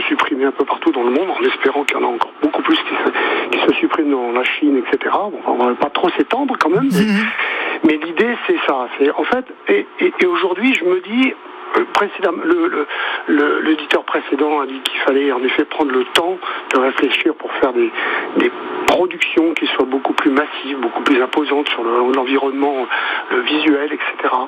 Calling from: Jaillans, Auvergne-Rhône-Alpes, France; j'habite à Jaillant.

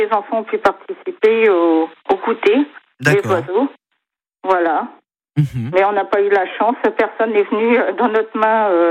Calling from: Le Mans, Pays de la Loire, France

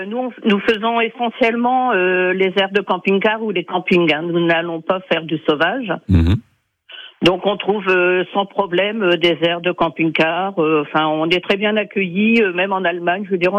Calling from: Belloy-sur-Somme, Hauts-de-France, France; De Belloy-sur-Somme.

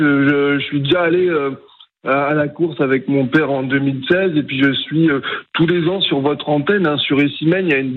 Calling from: Le Mans, Pays de la Loire, France; Ben, j'appelle du Mans.

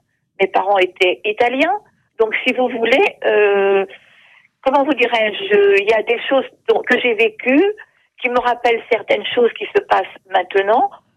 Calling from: Nouvelle-Aquitaine, France; Je suis à Saint-Thierry-les-Bois.

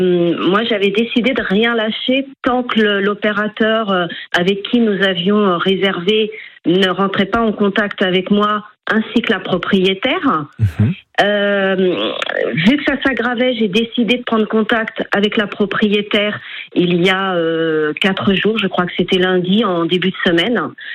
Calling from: Château-Gontier, Pays de la Loire, France; Alors nous sommes de Château-Gontier.

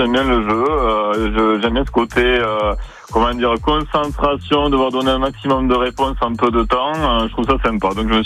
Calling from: Occitanie, France; Alors j'habite à Cazard en Haute-Garonne.

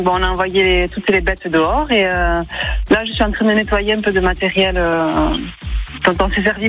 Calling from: Nouvelle-Aquitaine, France; Et moi, j'appelle d'à côté de Saint-Palais.

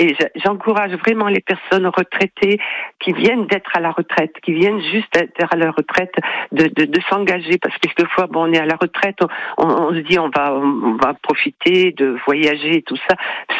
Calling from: Nîmes, Occitanie, France; j'appelle de Nîmes.

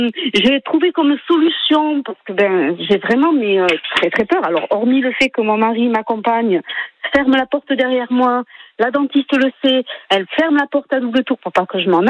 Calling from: Gignac, Occitanie, France; Oui, voilà, je suis à Gignac.

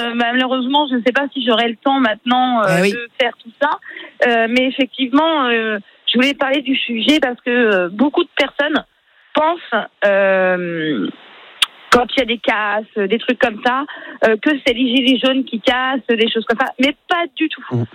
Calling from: Oulches, Centre-Val de Loire, France; De l'Indre. Là, je suis à Oulche.

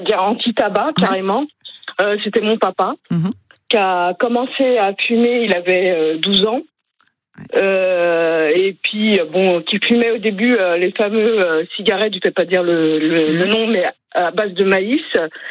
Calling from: Deuil-la-Barre, Île-de-France, France; À Deuil-la-Barre, à côté d'Anguin.

